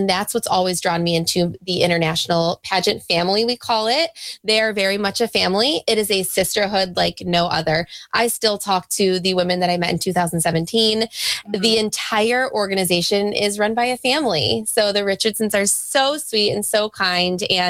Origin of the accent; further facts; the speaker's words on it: Syracuse, New York, United States; I was born and raised here in Syracuse, New York.